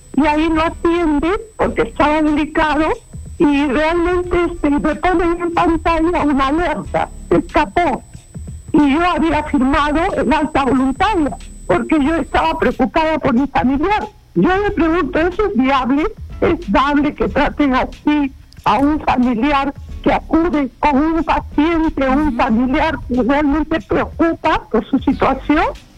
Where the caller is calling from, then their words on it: Lima, Peru; De Pueblo Libre.